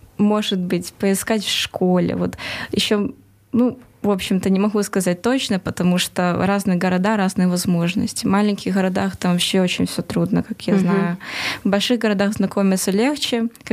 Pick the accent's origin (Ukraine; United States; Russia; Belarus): Ukraine; Russian is a second language; что вот я украинка, еще и одна в классе.